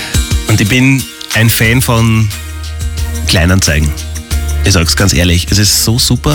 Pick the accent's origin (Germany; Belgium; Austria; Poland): Austria; Melk, Lower Austria; Zum Beispiel jetzt nahe meiner Heimat in Melk in Niederösterreich gibt es jetzt eine Schrankenanlage zu kaufen.